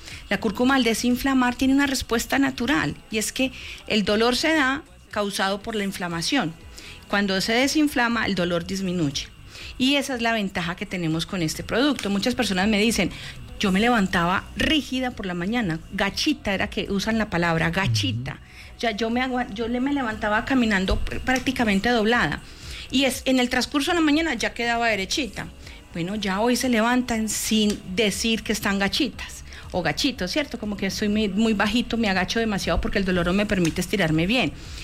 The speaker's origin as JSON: {"language": "Spanish", "country": "Colombia", "said": "Pero seguimos insistiendo en que todos somos colombianos, todos."}